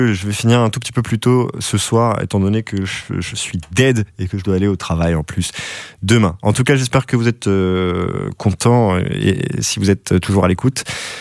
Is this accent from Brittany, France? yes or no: yes; Morlaix, Brittany, France; born there; Moi j'avais déjà vu … quand j'étais ado à Morlaix